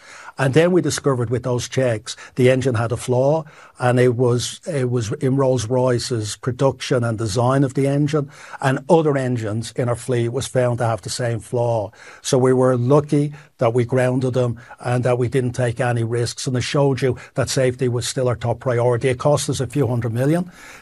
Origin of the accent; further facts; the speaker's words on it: Ireland; moved away as an adult; now in Australia; So then I left I left Ireland to come down, the home of Mardi Gras.